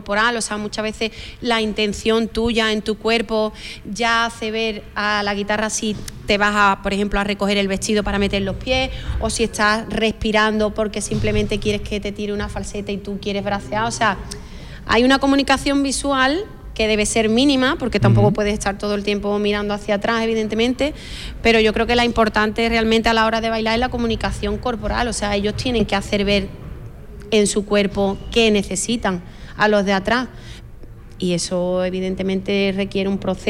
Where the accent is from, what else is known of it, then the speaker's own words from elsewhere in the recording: Málaga, Andalusia, Spain; O sea, yo como malagueña, evidentemente cuando quise seguir prosperando, es que me tuve que desplazar